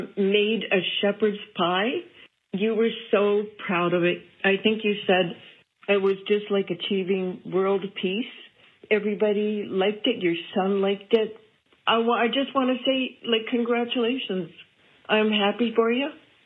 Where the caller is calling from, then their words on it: Calgary, Alberta, Canada; I'm from Calgary.